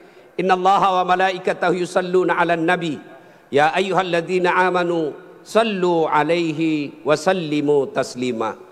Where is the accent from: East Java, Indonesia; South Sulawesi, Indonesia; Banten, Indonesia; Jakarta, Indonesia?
South Sulawesi, Indonesia; Kalau kami orang Bugis tidak takut sama istri.